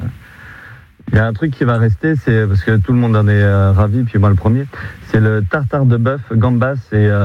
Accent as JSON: {"language": "French", "town": "Lyon", "region": "Auvergne-Rhône-Alpes", "country": "France", "moved": "yes", "said": "Je viens de Lyon"}